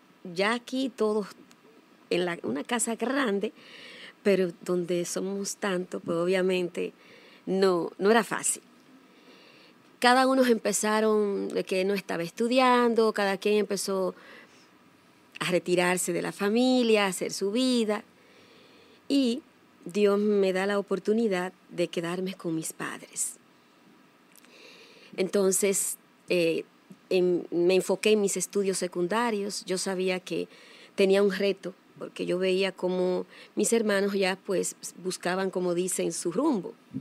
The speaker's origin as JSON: {"language": "Spanish", "town": "San Francisco de Macorís", "region": "Duarte", "country": "Dominican Republic", "tie": "born there", "moved": "yes", "lives_now": "Santo Domingo, Dominican Republic", "said": "Nací en San Francisco de Macorís y inicié mis estudios primarios en San Francisco."}